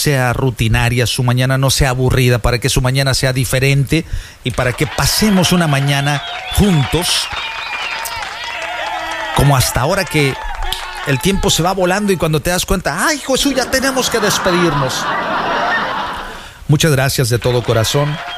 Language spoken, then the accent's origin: Spanish; Veracruz, Mexico; Yo soy jarocho.